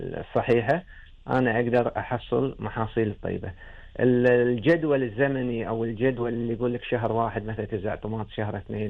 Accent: Kuwait; عندنا في الكويت

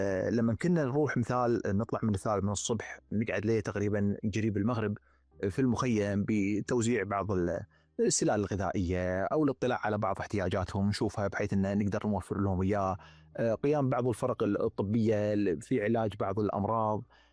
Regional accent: Kuwait; تقول انا وين عايش؟ هذا انا ديرتي يعني لما اعيش انا اكون في البيت هناك وبالكويت

